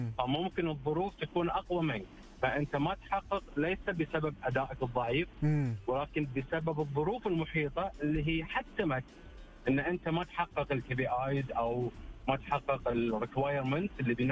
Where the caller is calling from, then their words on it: Riyadh, Riyadh Province, Saudi Arabia; كلمك من الرياض